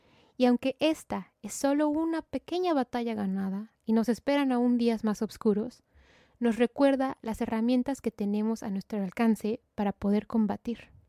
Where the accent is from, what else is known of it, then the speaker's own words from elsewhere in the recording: Mexico; muchos de ustedes saben que soy mexicana. Nací y crecí en México.